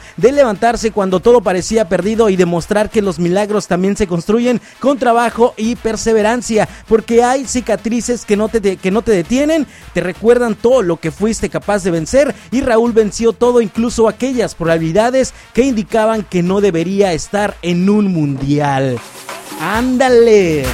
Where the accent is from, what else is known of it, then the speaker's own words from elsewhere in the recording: Mexico; para nosotros que somos mexicanos nos sentimos bien orgullosos de nuestra selección mexicana